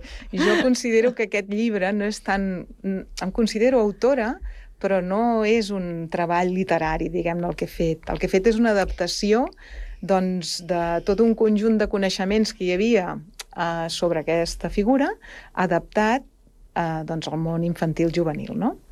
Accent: Barcelona, Catalonia, Spain; Jo no sóc ben bé de Sant Cugat, sóc de Sants, de Barcelona, però treballo aquí a l'Escola d'Art des de fa gairebé 30 anys.

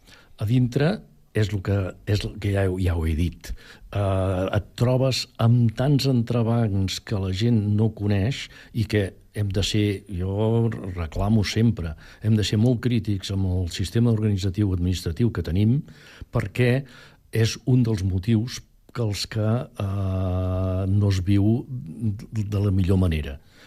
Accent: Catalonia, Spain; No em conec bé l'àrea metropolitana de Barcelona, jo sóc del Vallès, i em sap greu.

